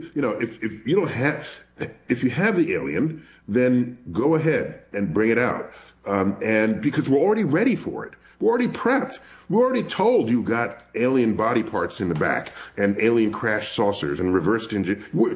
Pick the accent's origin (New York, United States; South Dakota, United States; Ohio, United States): New York, United States; New York City; born or raised there